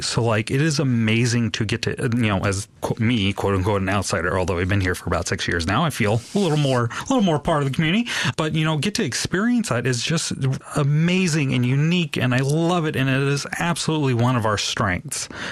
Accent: the Bay Area, California, United States; moved away as an adult; now in Anchorage, United States; I grew up in the Bay Area

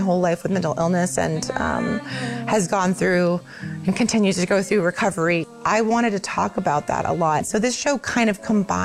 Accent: Alaska, United States; I am the director for Smart Song Circle. I grew up here in Alaska in a village called Sleep Mute.

